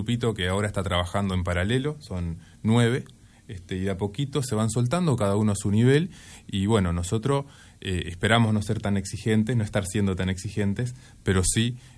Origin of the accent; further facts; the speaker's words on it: Ansina, Tacuarembó, Uruguay; also born or lived in Montevideo; now in Colonia, Uruguay; somos los dos de Tacuarembó